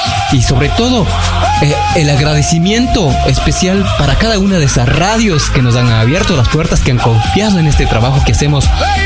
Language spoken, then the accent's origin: Spanish; Ecuador; Como decimos los ecuatorianos